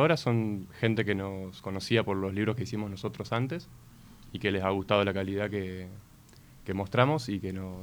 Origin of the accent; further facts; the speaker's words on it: Paraná, Entre Ríos, Argentina; nosotros en realidad somos nosotros dos de Paraná